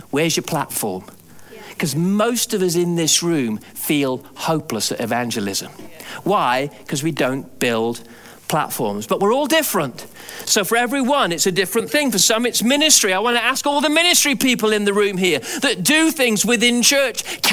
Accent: England, United Kingdom; I'm English.

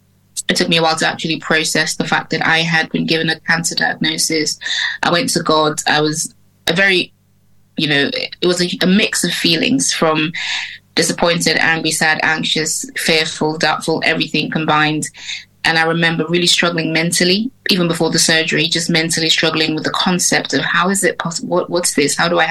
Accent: United Kingdom; born there; So I'm what I like to call Britgerian, because I'm British Nigerian. I was born in the UK, but of Nigerian heritage.

